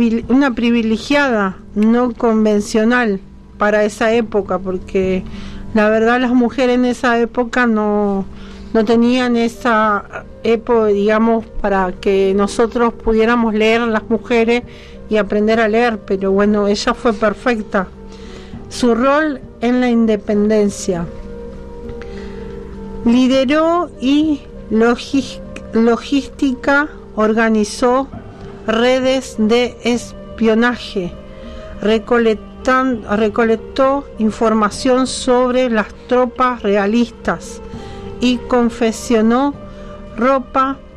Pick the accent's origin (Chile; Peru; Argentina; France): Argentina; Buenos Aires; also born or lived in Salta; será porque parte de mi crianza fue en Salta, a pesar que yo soy de Buenos Aires